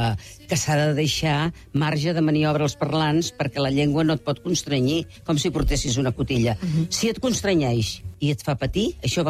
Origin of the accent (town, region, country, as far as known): L'Argentera, Catalonia, Spain; born there; first language Catalan